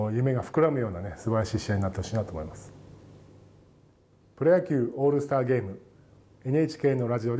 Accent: Ishikawa, Japan; 石川出身ですけど、

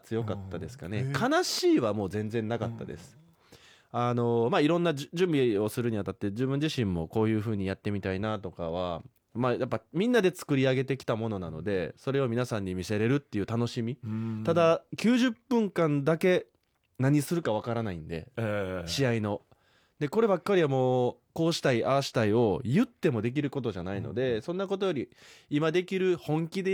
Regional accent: Osaka, Japan; 大阪で育って

